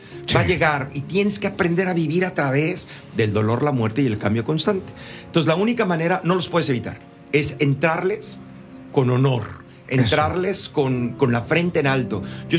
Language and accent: Spanish; Mexico; O sea, que en mi país, en México, ahorita, estamos en una crisis tremenda.